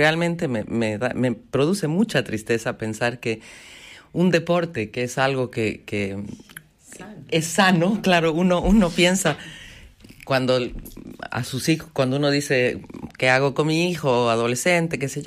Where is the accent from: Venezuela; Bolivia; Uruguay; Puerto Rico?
Bolivia; accent: Bolivian; now in Argentina; Yo hablo como bol soy boliviana, hablo como boliviana, pero vivo hace 29 años aquí, entonces me siento argentina